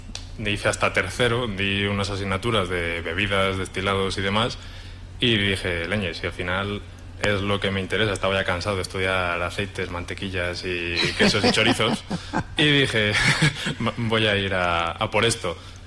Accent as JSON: {"language": "Spanish", "town": "Guadalajara", "region": "Castilla-La Mancha", "country": "Spain", "moved": "as an adult", "said": "Yo empecé en Madrid, porque yo vengo desde Guadalajara."}